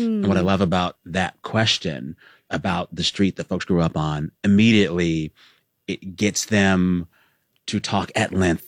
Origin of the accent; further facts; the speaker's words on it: Seguin, Texas, United States; I grew up on Jefferson Avenue in Seguin, Texas.